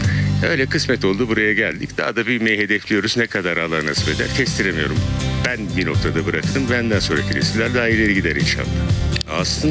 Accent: Ankara, Turkey; born there; 1961 Ankara doğumluyum. Ankara Koleji ve Gazi Üniversitesi mezunum.

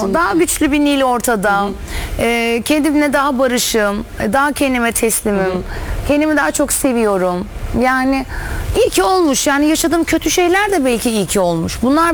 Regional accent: Adana, Turkey; now in Istanbul, Turkey; Adana'dan. Adanalıyım. Orada okudum, bitirdim. Geldim.

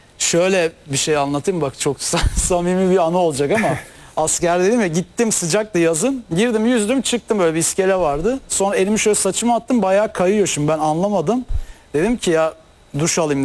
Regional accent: Istanbul, Turkey; Mesela İstanbul'da doğma büyüme biri olarak.

